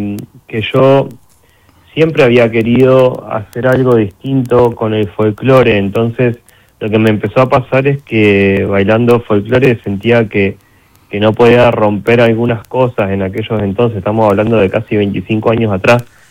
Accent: Río Gallegos, Santa Cruz, Argentina; moved away; En el año 2003, cuando recién me fui de Río Gallegos, yo me fui trabajando como parte del elenco del Ballet Salta en ese momento, con Hugo y Marina Jiménez.

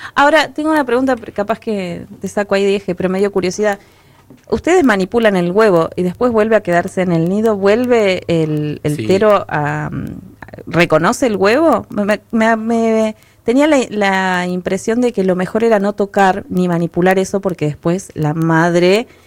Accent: Chile; now in Río Gallegos, Argentina; te cuento que soy chilena

